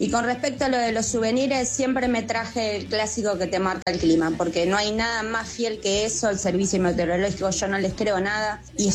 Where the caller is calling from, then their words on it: Buenos Aires, Argentina; de Lugano